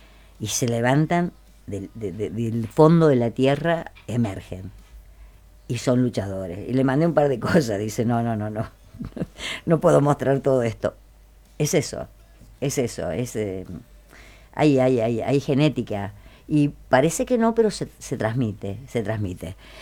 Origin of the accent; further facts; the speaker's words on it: Basque Country, Spain; Entonces le mandé lo que somos los vascos.